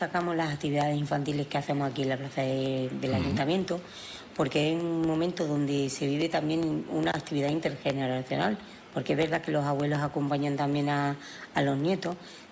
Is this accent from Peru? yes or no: no; Albolote, Andalusia, Spain; mi pueblo es un pueblo muy acogedor